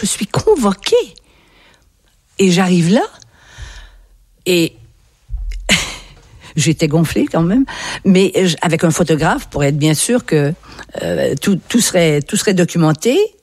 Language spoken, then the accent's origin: French; Quebec, Canada; now in France; Oui, nous sommes des Nord-Américains. Ça, je m'en suis rendu compte en arrivant ici.